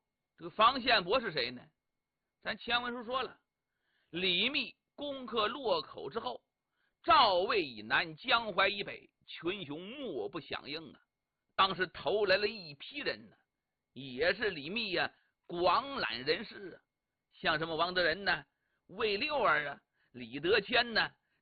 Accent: Dingtao, Shandong, China; 济阴郡就是我的老家山东定陶那一带。

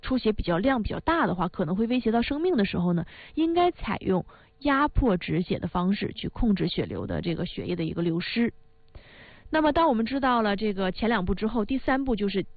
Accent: Northeast China, China; accent: Northeastern dialect; 就是我们东北话说的它沙挺

